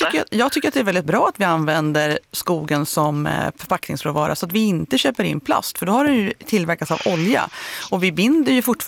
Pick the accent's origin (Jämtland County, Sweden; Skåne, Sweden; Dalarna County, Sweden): Jämtland County, Sweden; born or raised there